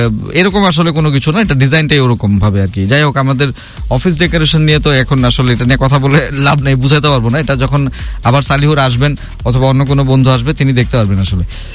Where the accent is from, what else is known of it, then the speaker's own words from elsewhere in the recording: Rangpur, Rangpur Division, Bangladesh; ওকে, আমাদের রংপুরের প্রচুর রোদ, তারপরে লোডশেডিং, কারেন্ট তো যায় না তবে মাঝে মাঝে আসে